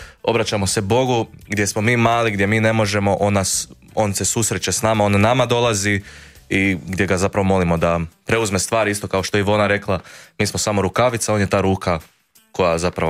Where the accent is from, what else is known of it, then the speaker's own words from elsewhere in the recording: Voloder, Sisak-Moslavina County, Croatia; mi živimo u Voloderu, iz Volodera smo oboje, živimo 5 minuta autom jedan od drugog